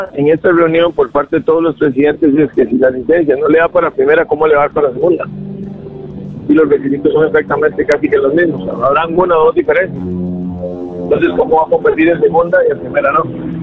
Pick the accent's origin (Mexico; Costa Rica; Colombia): Costa Rica; porque los que somos costarricenses queremos que el fútbol nacional siga trascendiendo